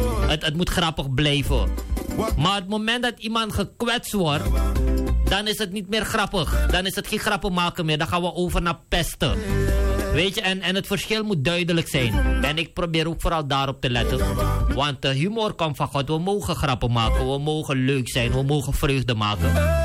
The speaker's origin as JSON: {"language": "Dutch", "country": "Suriname", "said": "Als Surinamer weet ik best wel hoe."}